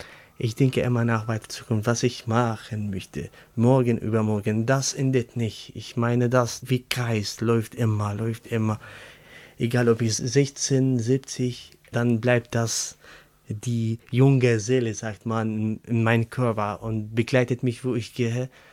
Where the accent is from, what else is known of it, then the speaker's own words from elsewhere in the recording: Syria; German is a second language; moved away as an adult; now in Germany; Ich war 18 Jahre. Mhm. Und ich habe mein Heimatland gelassen wegen Würde. Ich möchte nicht als Sklave behandelt. Ich oder die anderen Syrer, andere Menschen, die aus Syrien gekommen sind, einfach Mensch.